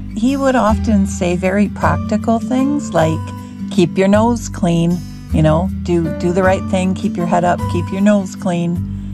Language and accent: English; Martinsville, Saskatchewan, Canada; I'm from Martinsville, Saskatchewan.